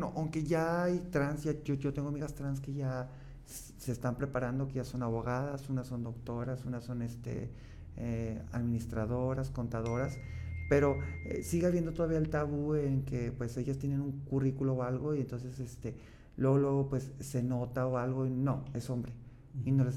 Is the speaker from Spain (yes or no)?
no; Guadalajara, Jalisco, Mexico; moved away; yo no soy de aquí, yo soy de Guadalajara